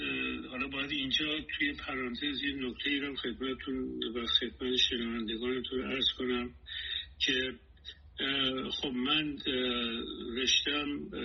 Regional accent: northern Iran, Iran; moved away as an adult; now in Washington, United States; چون من خودم شمالی هستم

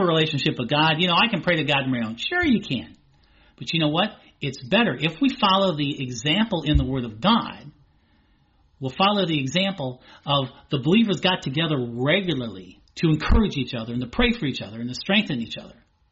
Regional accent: Indiana, United States; I grew up in Indiana

